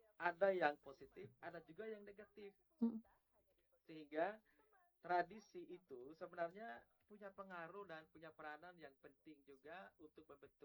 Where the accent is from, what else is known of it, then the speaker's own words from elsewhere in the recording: East Nusa Tenggara, Indonesia; kalau karena saya orang Sabu, biasanya istilahnya kenoto.